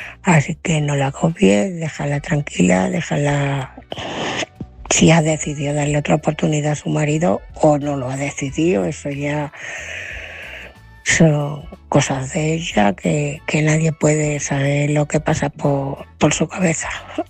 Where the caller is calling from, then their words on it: Ciudad Real, Castilla-La Mancha, Spain; Buenas noches, Álvaro. Buenas noches, corresponsales. … de Ciudad Real.